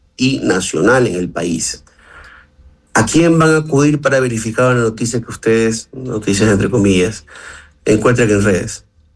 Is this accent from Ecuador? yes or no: yes; Ecuador